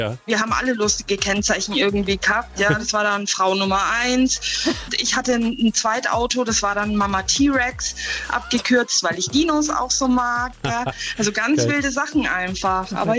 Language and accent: German; Munich, Bavaria, Germany; born there; Zum einen sind wir drei Bayern, die nach Arizona gegangen sind für die Zeit. Wir sind gebürtige Münchner, das gehört sich so.